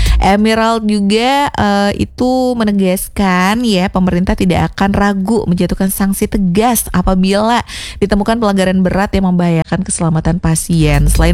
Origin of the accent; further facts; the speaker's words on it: West Nusa Tenggara, Indonesia; kita adalah warga Nusa Tenggara Barat